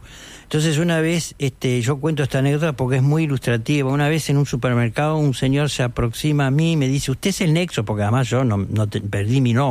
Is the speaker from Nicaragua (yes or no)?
no; Uruguay; nosotros como uruguayos y uruguayas